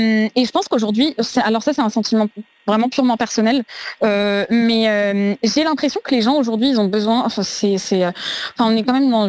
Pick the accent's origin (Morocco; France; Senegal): France; en tant qu'Européens et en tant que Français d'autant plus, c'est notre héritage aussi